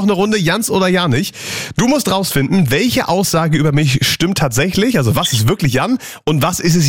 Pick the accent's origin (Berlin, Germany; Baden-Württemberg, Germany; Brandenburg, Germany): Brandenburg, Germany; aber ich komme aus Brandenburg.